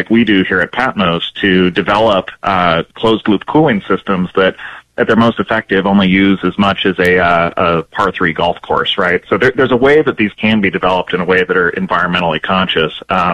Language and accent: English; Billings, Montana, United States; I'm from Billings originally, so I love that idea.